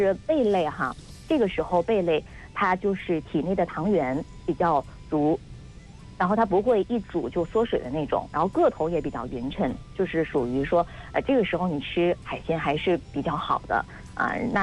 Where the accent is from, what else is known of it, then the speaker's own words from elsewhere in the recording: Qinhuangdao, Hebei, China; 我们本地的市民